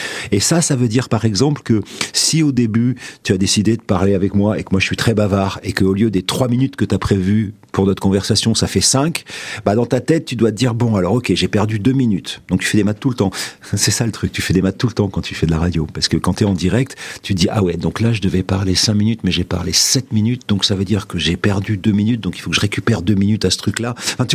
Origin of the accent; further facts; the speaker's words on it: Bordeaux, Nouvelle-Aquitaine, France; moved away as an adult; Je suis de Bordeaux